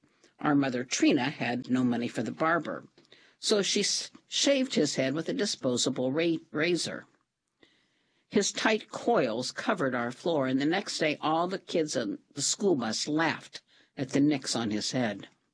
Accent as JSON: {"language": "English", "town": "Lexington", "region": "Kentucky", "country": "United States", "tie": "born or raised there", "said": "from Kentucky, and I was raised in a crack house. At the Charlotte Court Housing Project in Lexington, Kentucky, the apartment complexes were all the same."}